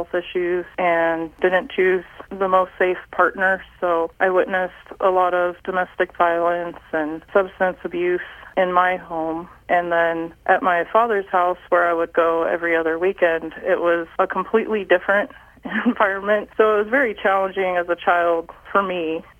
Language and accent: English; San Antonio, Texas, United States; Yes, I grew up in San Antonio, Texas, so very different from rural Kansas. Big city.